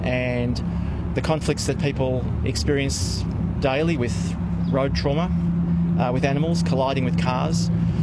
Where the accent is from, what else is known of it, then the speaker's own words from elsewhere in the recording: Wodonga, Victoria, Australia; I'm from Wodonga. I've lived here since 1995.